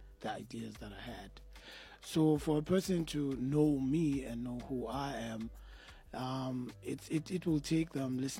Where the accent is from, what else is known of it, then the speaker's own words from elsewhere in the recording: Cape Town, Western Cape, South Africa; Now, I'm from Cape Town